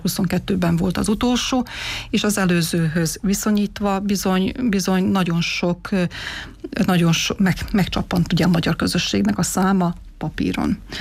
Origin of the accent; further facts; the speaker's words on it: Novi Sad, Vojvodina, Serbia; first language Hungarian; moved away; általános iskolába is, a középiskolába is magyarul tanultam, vagy magyar tagozatban jártam, viszont a Újvidéken nőttem föl, ott születtem, ott nevelkedtem, és legtermészetesebb volt ugye, hogy szerbül is tanulunk